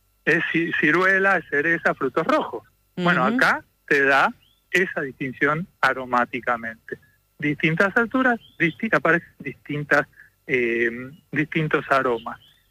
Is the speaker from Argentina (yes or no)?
yes; San Martín, Mendoza, Argentina; Sí, soy de San Martín, Mendoza, es la región más grande productora de vinos en Mendoza, entonces estás muy conectado en todo el tiempo